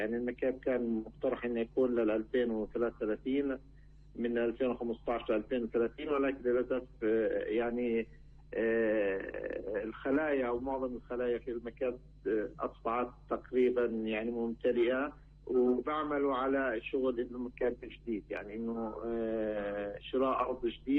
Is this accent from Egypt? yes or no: no; Palestine